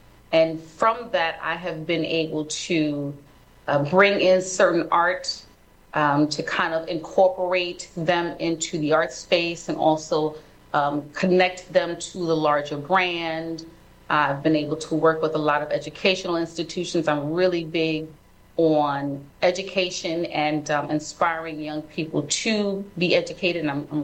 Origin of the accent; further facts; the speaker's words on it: New York City, New York, United States; You know, I'm a Harlem native, born here in New York, actually born in the Village. But I have been in Harlem probably since a few months old. These are my stomping grounds.